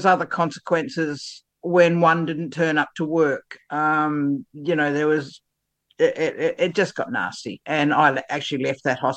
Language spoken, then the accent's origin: English; New Zealand; moved away as an adult; I came over from New Zealand, and I was working in a nursing in a hospital